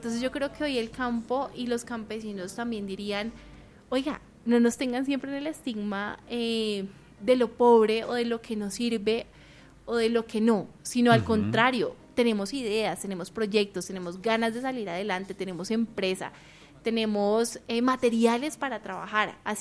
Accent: Colombia; para nosotros como colombianos

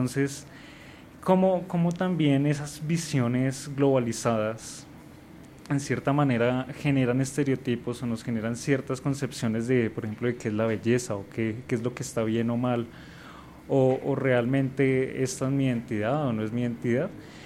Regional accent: Colombia; y asimismo muchos de nosotros pues sentimos identidad no solo como colombianos, sino también como latinoamericanos.

